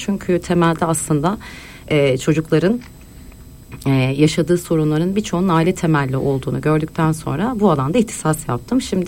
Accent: Istanbul, Turkey; born there; now in Sakarya, Turkey; İstanbul Kadıköy doğumluyum.

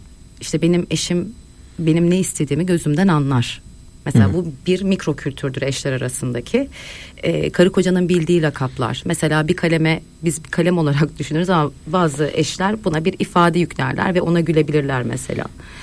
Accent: Istanbul, Turkey; born there; Tabii ki. … İstanbul Kadıköy doğumluyum.

